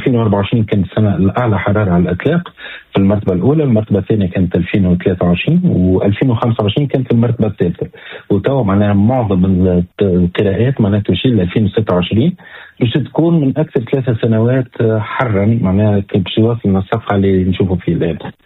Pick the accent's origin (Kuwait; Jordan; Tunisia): Tunisia; Tunis, Tunis Governorate; عندنا في تونس العاصمة